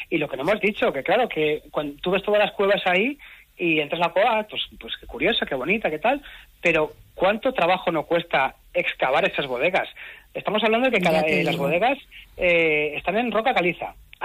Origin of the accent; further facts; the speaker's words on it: Gárgoles, Castilla-La Mancha, Spain; yo pasé toda mi infancia y mi adolescencia en Gárgoles.